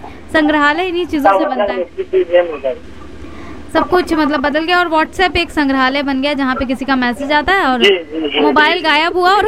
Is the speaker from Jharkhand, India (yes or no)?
no; Mankapur, Uttar Pradesh, India; मैं भी मनकापुर से हूँ।